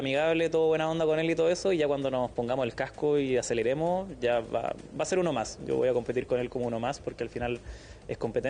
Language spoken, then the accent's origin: Spanish; Chile; soy el único chileno